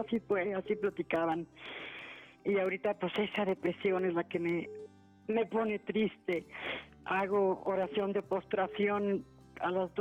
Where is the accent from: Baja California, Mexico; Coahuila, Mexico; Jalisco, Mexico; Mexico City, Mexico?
Jalisco, Mexico; Guadalajara; Soy de Guadalajara, pero mi marido me trajo a vivir aquí.